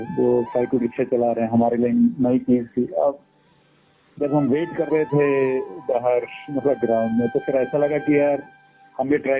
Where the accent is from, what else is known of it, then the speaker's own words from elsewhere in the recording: Jammu and Kashmir, India; मेरा जन्म कश्मीर में हुआ, मैं कश्मीर से बिलोंग करता हूँ।